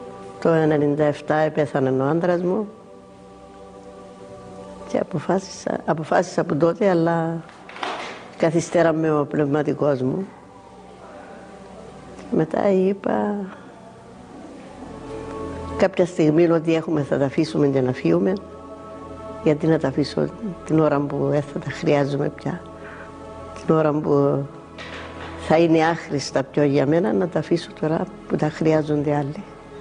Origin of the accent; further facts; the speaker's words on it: Askas, Nicosia District, Cyprus; moved away; also born or lived in Agios Epifanios; Κατάγομαι από τον Ασκά. Καθόμουν στον Άγιον Επιφάνιο για 32 χρόνια. Ήμουν παντρεμένη στον Άγιον Επιφάνιο.